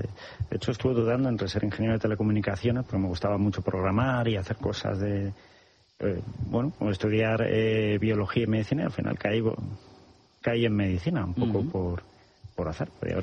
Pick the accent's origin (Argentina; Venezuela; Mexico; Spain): Spain; Collado Villalba, Community of Madrid; Pues mira, yo nací en Madrid, en La Paz. La ciudad deportiva del Real Madrid, que ya no está aquí. O sea que igual ya no somos tan jóvenes. Y bueno, pues básicamente crecí en Villalba, que es un pueblo de la Sierra de Madrid